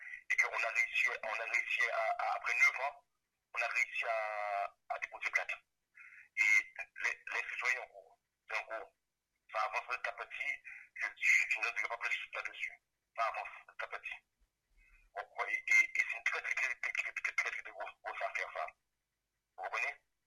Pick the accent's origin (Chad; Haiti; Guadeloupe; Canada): Guadeloupe; now in France; moi je suis un Guadeloupéen et j'ai le mental.